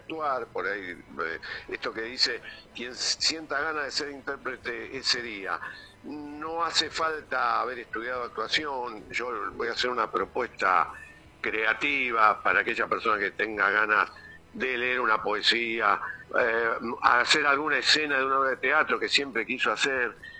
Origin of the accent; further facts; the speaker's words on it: Buenos Aires, Argentina; Siendo yo un porteño